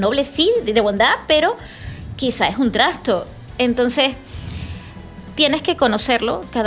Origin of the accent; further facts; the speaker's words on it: Canary Islands, Spain; Así que, como canario que somos